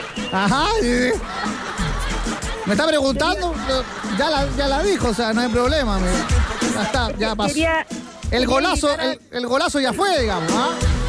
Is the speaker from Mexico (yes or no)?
no; Maipú, Santiago Metropolitan Region, Chile; Yo soy de Maipú, sí.